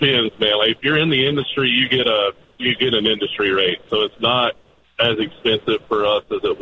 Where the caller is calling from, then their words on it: Oak Island, North Carolina, United States; I went to school at Michigan State, got my turfgrass degree, but I'm from here.